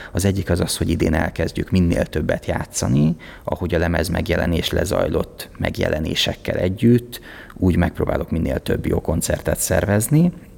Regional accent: Hungary; born there; moved away as an adult; milyen távol kerültem attól a közegtől és közösségtől, ahol egyébként vidéken felnőttem.

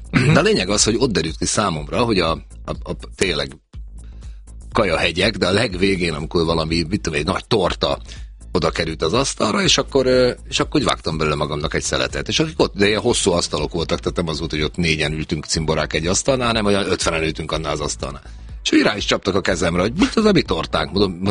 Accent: Szombathely, Vas, Hungary; now in Budapest, Hungary; én, mint szombathelyi, Budapesten élő szombathelyi gyerek

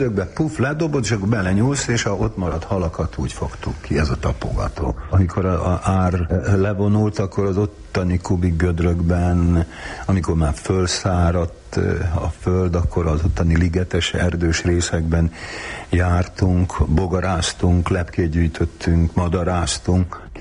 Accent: Hungary; Hát ott nőttem föl. Az ottani kubik gödrökben.

